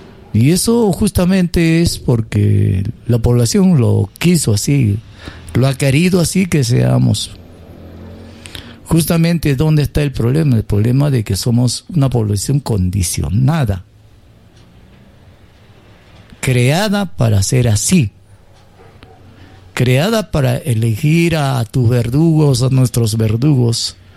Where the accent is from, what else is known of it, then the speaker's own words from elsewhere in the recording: Peru; somos los peruanos